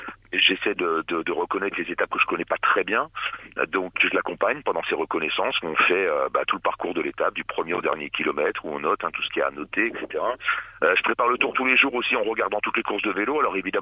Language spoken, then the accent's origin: French; Pontarlier, Bourgogne-Franche-Comté, France; c'est là où je faisais mes intensités quand j'étais jeune coureur au VC Pontarlier, donc ça me parle, hein. C'est le Larmont, c'est la colline où je vais me balader chaque fois que je reviens à Pontarlier